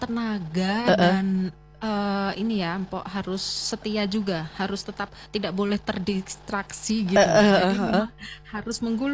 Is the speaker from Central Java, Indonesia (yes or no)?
yes; Central Java, Indonesia; Saya malah dari Jawa Tengah.